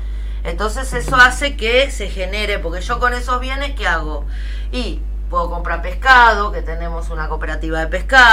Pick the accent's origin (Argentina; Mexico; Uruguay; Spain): Argentina; los valores solidarios que tenemos como argentinos